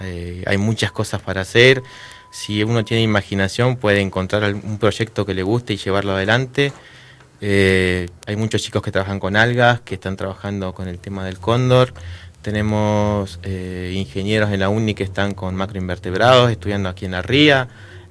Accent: Santa Cruz, Argentina; born there; also born or lived in Corrientes, Argentina; me vine de los 8 años a Santa Cruz, estuve, bueno, vivo en Estancia Cóndor ya desde el 2003.

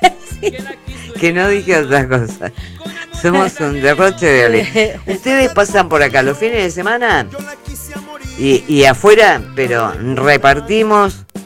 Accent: Argentina

